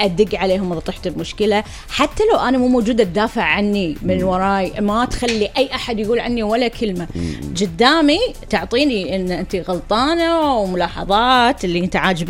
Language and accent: Arabic; Kuwait; عندنا بالكويت